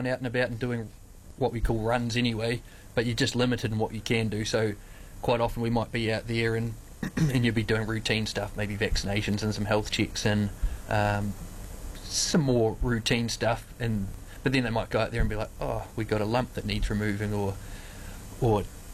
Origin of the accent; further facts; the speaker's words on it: New Zealand; Like I've been out last summer, like I'm a New Zealander, so this is pretty warm for us.